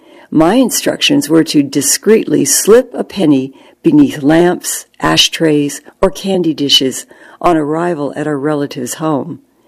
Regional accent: New Jersey, United States; In the 1950s, when I was growing up in New Jersey's seashore suburbs, my father's motto was, "It's nice to be nice."

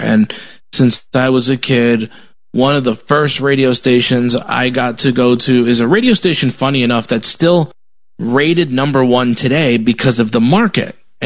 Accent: Paterson, New Jersey, United States; first language English; moved away as an adult; also born or lived in Denver / Washington State / Missouri; now in Indiana, United States; I grew up in New Jersey, in Paterson, New Jersey. It was a decent-sized city, full of a lot of culture.

